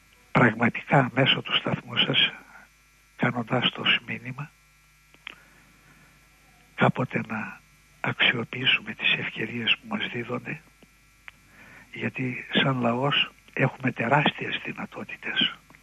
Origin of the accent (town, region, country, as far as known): Greece